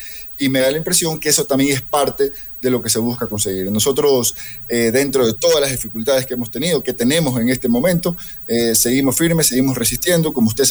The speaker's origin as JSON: {"language": "Spanish", "country": "Ecuador", "said": "la definición que tenemos todos como ecuatorianos"}